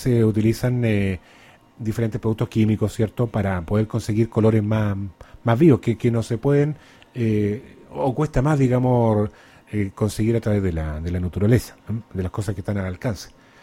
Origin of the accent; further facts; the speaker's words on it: Chile; Chile mío, oiga, nos acompaña Chome a esta hora y qué linda es mi tierra, quiero mi tierra